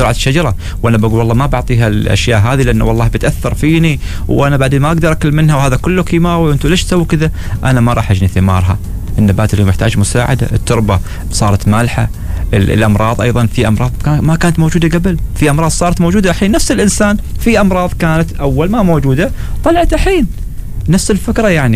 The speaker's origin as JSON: {"language": "Arabic", "country": "Oman", "said": "احنا حبنا للطبيعه احنا كعمانيين هو الاساس"}